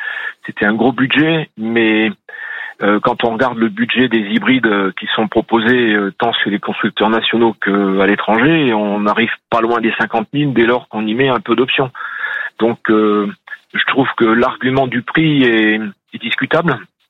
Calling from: Mozac, Auvergne-Rhône-Alpes, France; Je vous appelle de Moza, dans le Puy-de-Dôme, à 12 km au nord de Clermont-Ferrand.

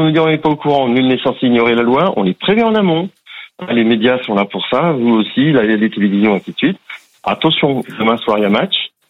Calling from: Pays de la Loire, France; De la région d'Angers, dans le Maine-et-Loire.

